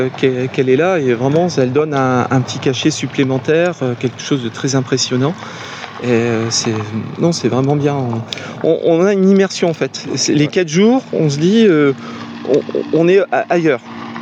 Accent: Brittany, France; puisqu'on est originaire donc de Bretagne

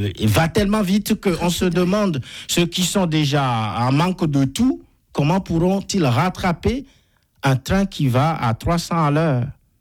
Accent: Benin; chez moi au Bénin

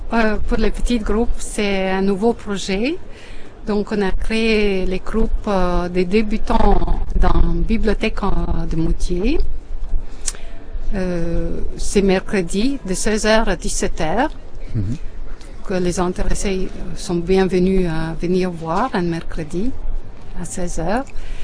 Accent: Latvia; French is a second language; moved away as an adult; now in Pornic, France; Moi-même, je ne suis pas française, je viens d'un petit pays qui est Lettonie, mais j'habite à Pornic une vingtaine d'années.

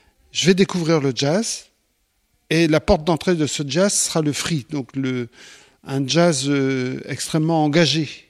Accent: Brittany, France; moved away; Les petites villes s'appellent des bourgs chez nous, parce que je viens de Bretagne.

